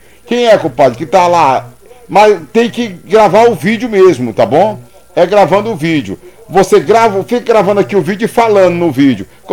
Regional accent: Bacabal, Maranhão, Brazil; moved away; lá, na minha região de Bacabal

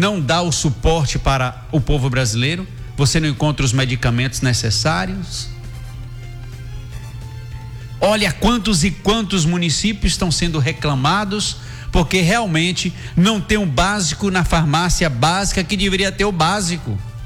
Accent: Brazil; nós que somos brasileiros

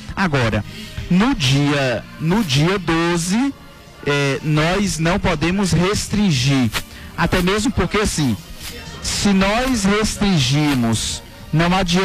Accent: Brazil; now in Caetité, Brazil; Para nós que somos brasileiros

